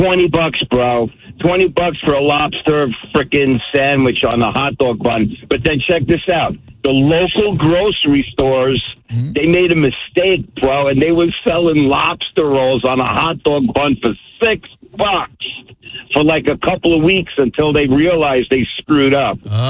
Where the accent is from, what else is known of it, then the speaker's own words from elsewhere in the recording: New York, United States; I'm trying to articulate so you don't make fun of me that I'm from New York.